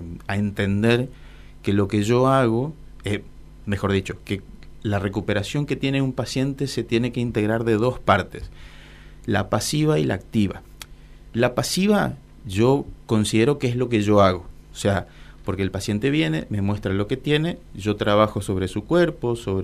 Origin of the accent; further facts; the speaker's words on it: Corrientes, Argentina; moved away; de donde yo vengo, pues yo soy del interior de Corrientes